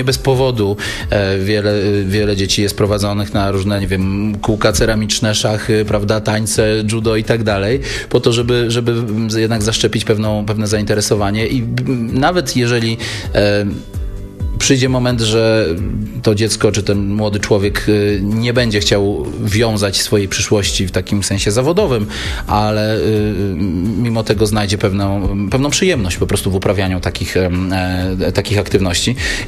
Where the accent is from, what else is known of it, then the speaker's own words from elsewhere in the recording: Wrocław, Lower Silesian Voivodeship, Poland; ja akurat jestem wrocławianinem